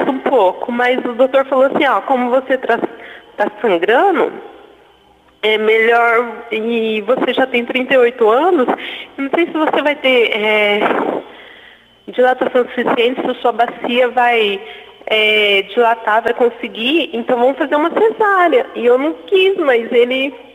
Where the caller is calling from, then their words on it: Arapongas, Paraná, Brazil; Eu falo de Arapongas, Paraná.